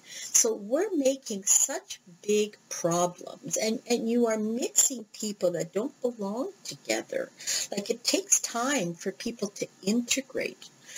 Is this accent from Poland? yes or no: no; Canada; as a Canadian or as a North American.